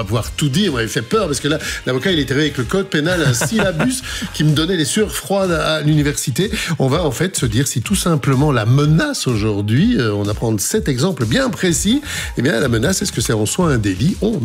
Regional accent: Brussels, Brussels-Capital Region, Belgium; Moi, je viens de Bruxelles, hein, chez nous, on dit stouf quand on veut exagérer un petit peu.

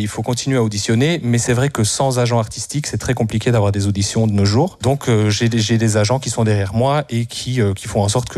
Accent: Gesves, Wallonia, Belgium; moved away; Je n'y habite plus. J'ai grandi à Gèves.

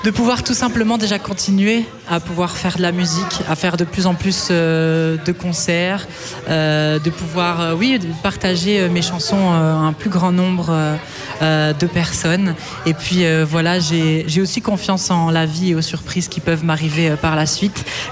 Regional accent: Baudour, Wallonia, Belgium; Alors moi je suis originaire de Beaudour, près de Mons. Voilà.

